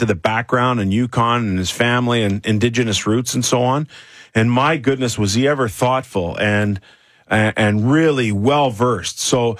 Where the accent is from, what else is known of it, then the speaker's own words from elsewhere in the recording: Toronto, Ontario, Canada; You know, I grew up in Toronto.